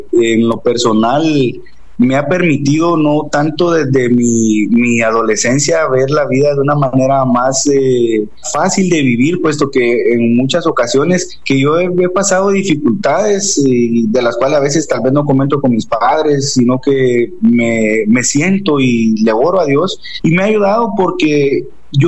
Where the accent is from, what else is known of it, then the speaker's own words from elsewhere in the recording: Zacapa, Guatemala; Yo soy originario de Zacapa, de aquí de Guatemala. Soy de una familia que desde pequeñitos nuestros padres y abuelos nos llevaban a la iglesia.